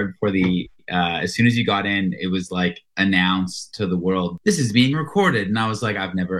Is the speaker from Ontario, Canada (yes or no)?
no; Alberta, Canada; also born or lived in Winnipeg; So born in Winnipeg, dad got like work opportunity in Alberta, like early 2000s.